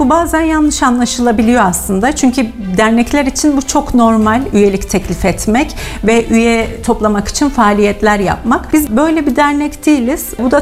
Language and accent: Turkish; Kayseri, Turkey; Kayserliyim.